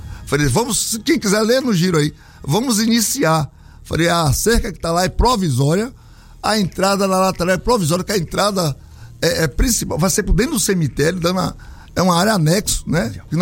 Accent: Piauí, Brazil; born there; porque realmente eu nasci em Piauí.

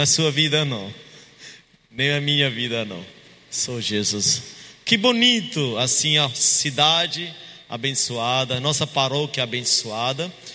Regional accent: India; moved away as an adult; now in Campo Grande, Brazil; Eu sou indiano, missionários.

